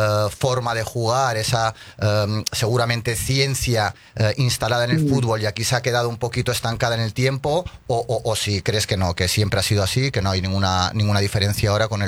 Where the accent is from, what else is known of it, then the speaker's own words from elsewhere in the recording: Balearic Islands, Spain; now in Argentina; Sí, soy de Mallorca. Pero bueno, hace 10 años que vivo acá.